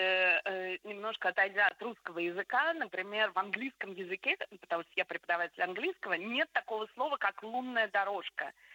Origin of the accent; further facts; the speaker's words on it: Moscow, Russia; я, как коренная москвичка